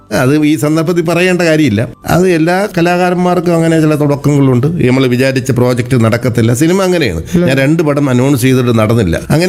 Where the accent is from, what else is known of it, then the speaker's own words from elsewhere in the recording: Paravur, Kerala, India; എന്റെ നാട്ടിൽ തന്നെ ഞാൻ ചെയ്യുമായിരുന്നു